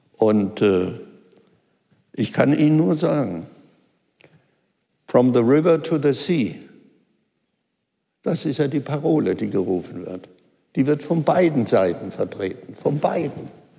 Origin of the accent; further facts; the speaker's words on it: Germany; Da bin ich Deutscher durch und durch.